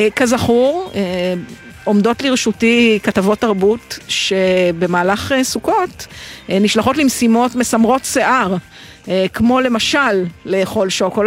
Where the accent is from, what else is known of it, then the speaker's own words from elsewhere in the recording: Northern District, Israel; עכשיו אני משם, אני מעמק ישראל, איך אני יכולה שזה לא יהיה נצרת?